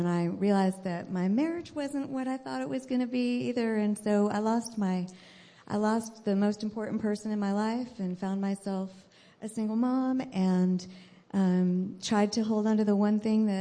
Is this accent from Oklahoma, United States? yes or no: no; San Francisco, California, United States; I'm a sixth-generation native San Franciscan.